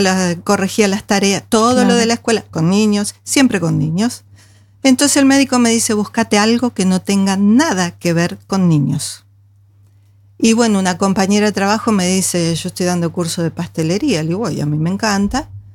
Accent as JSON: {"language": "Spanish", "region": "Buenos Aires", "country": "Argentina", "said": "Bueno, y además que vengo de la provincia de Buenos Aires, o sea que soy pampeana también."}